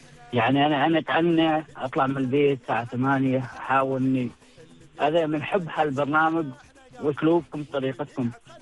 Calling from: Oman; احنا عمانيين

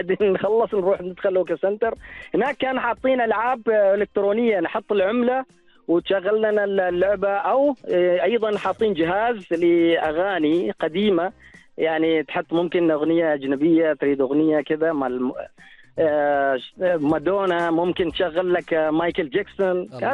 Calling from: Muscat, Muscat Governorate, Oman; أنا أتكلم معك من مسقط، مسقط العامرة.

